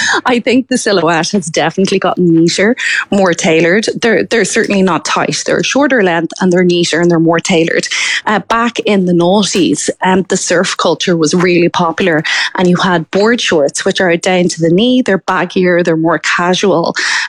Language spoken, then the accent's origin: English; Ireland; You know, as Irish, I think there's a lot of elements of style that we would be quite conservative on anyway.